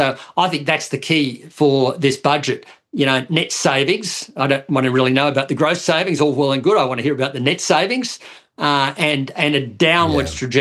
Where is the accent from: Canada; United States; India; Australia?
Australia; look, as an Australian, I don't mind getting $200 to $300 back